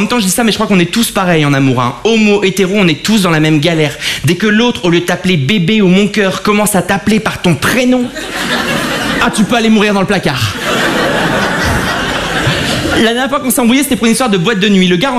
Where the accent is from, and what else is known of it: Avion, Hauts-de-France, France; born there